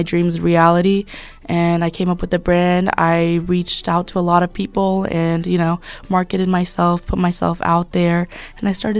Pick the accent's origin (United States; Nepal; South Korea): Nepal; My whole life, I'm a refugee from Nepal, and I was kind of bullied my whole life for facial appearances or the way I looked or the way I sound.